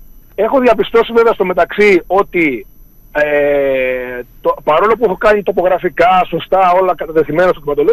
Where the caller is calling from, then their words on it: Lasithi, Crete, Greece; Εγώ είμαι από Λαθήθη.